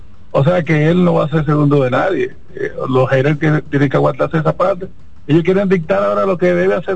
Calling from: Dominican Republic; Aquí en Dominicana

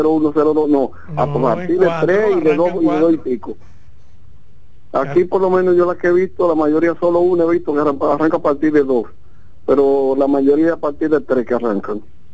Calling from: Jarabacoa, La Vega, Dominican Republic; Yo soy de Jarabacoa

